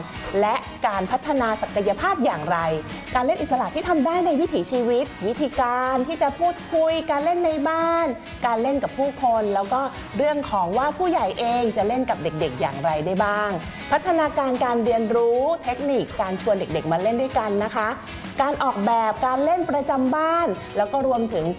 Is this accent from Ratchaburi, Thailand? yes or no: no; Bangkok, Thailand; นะคะเกิดและเติบโตในกรุงเทพเนาะบ้านก็เป็นบ้านตึกแถว